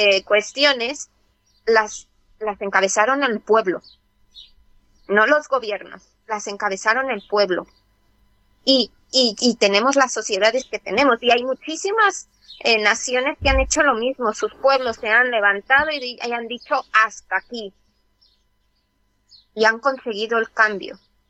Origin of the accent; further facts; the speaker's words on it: Mexico; now in Spain; yo soy mexicana, que llevo viviendo muchísimos años aquí en España